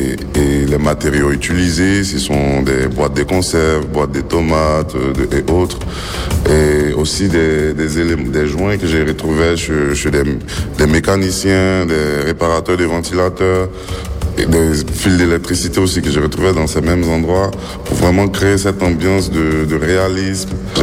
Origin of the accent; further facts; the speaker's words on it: Abidjan, Côte d’Ivoire; now in Berlin, Germany; Quand je suis à Berlin, j'ai un regard extérieur sur mon pays, sur ma ville.